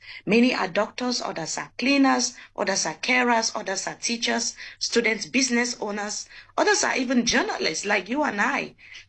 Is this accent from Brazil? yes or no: no; Cameroon; moved away as an adult; now in Germany; I come from Cameroon